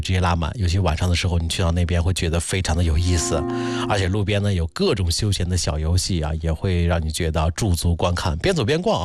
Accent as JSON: {"language": "Chinese", "town": "Wu'an", "region": "Hebei", "country": "China", "tie": "born or raised there", "said": "也带大家去邯郸武安去转转啊，这也是我的老家"}